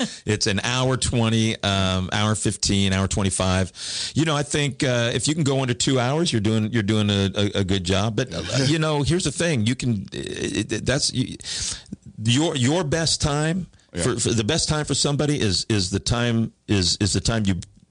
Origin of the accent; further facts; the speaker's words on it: Bloomington, Indiana, United States; I'm from Bloomington.